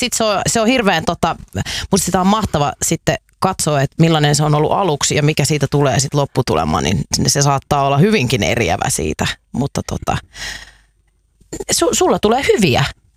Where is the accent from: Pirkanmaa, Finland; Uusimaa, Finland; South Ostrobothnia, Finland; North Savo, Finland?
Uusimaa, Finland; Kerava; Me ollaan Keravalta, juh. Kyllä.